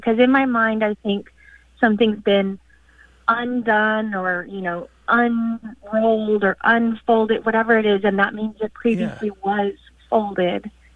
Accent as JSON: {"language": "English", "region": "Texas", "country": "United States", "tie": "born or raised there", "said": "Growing up in Texas, and I'm sure it's prevalent in the South"}